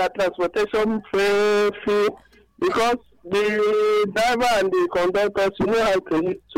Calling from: Abuja, Federal Capital Territory, Nigeria; I'm calling from Gariki.

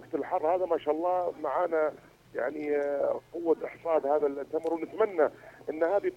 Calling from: Al Mahrah, Yemen; عندنا في حضرموت وفي المهرة

